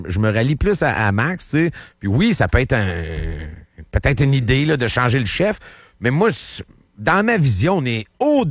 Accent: Canada; en tant que Canadien

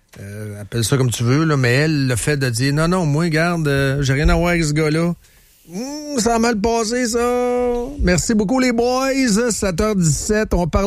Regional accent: Trois-Rivières, Quebec, Canada; Moi, je le sais. Je viens de Trois-Rivières. Ouais. Et je suis là pour les Québécois.

